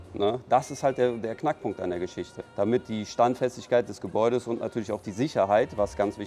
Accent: Bonn, North Rhine-Westphalia, Germany; ich selber bin hier aufgewachsen in Bonn

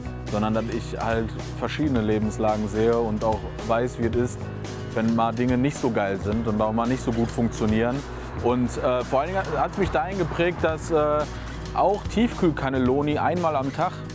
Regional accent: North Rhine-Westphalia, Germany; Meine Umgebung und auch das, wo ich herkomme, ist schon einfach sehr wichtig. Das ist mein Bezug, sag ich mal. Ich bin hier aufgewachsen, ich habe die Sprache mitgekriegt, ich habe das Ruppige mitgekriegt

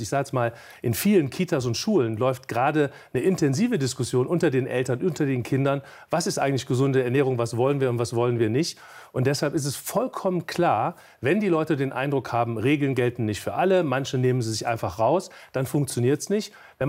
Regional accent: Cologne, North Rhine-Westphalia, Germany; ich komme ja aus Höhenberg und Pfingst in Köln, wo der Pfarrer Meurer mein Pastor gewesen ist.

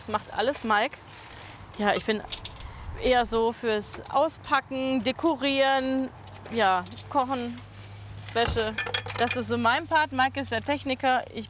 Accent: Cologne, North Rhine-Westphalia, Germany; born there; Ich komme gebürtig aus dem Rheinland, ich bin Kölnerin.

